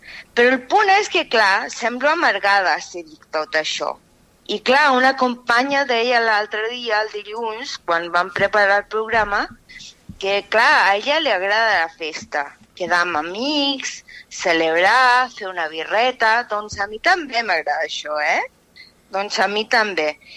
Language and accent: Spanish; Chile; Es que como soy chilena, a veces no me entiendo.